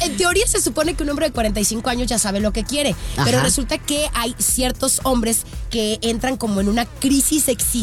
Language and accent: Spanish; Guadalajara, Jalisco, Mexico; dos tapatías importadas desde Guadalajara, Jalisco, México.